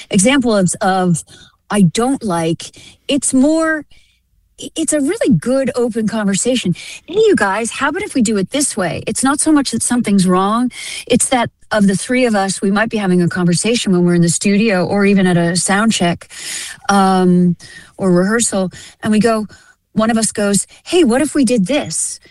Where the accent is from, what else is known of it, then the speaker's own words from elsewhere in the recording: East Coast, United States; Jim is a Brit, and I'm from the East Coast. So we're all pretty much the same age